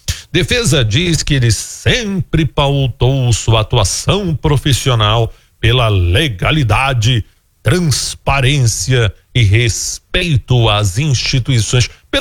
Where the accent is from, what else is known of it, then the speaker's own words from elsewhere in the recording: Goiás, Brazil; eu já sou goianiense, nasci em Goiânia.